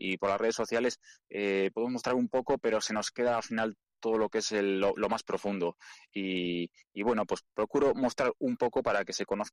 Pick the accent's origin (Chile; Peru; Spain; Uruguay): Spain; Alcázar de San Juan, Castilla-La Mancha; en mi pueblo sale mucho, de hecho, nuestro gentilicio es alcazareño, pero nuestro mote es mielgueros, nos llaman los mielgueros a los de mi pueblo.